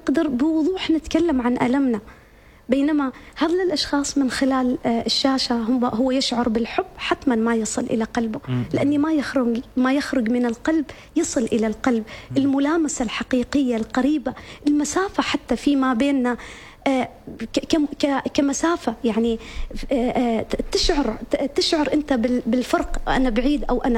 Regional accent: Oman; ونحن كمجتمع عماني

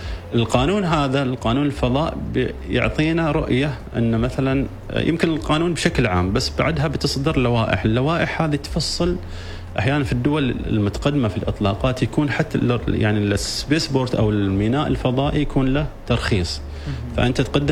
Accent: Oman

